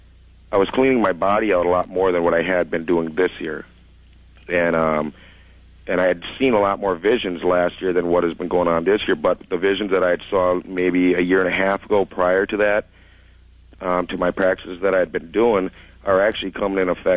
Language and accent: English; St. Paul, Minnesota, United States; I'm from St. Paul, Minnesota.